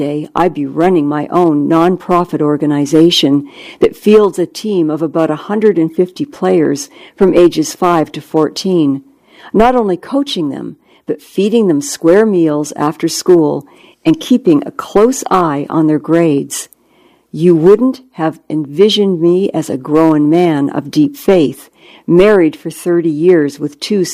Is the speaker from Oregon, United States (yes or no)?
no; Compton, California, United States; I grew up in Compton, south of L.A., raised by a single mom with three kids.